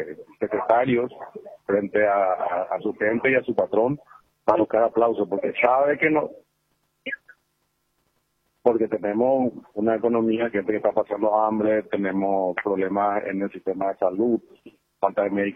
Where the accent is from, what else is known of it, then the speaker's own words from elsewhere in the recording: Paraguay; Entonces tenemos que atenderlo, eso como Estado paraguayo.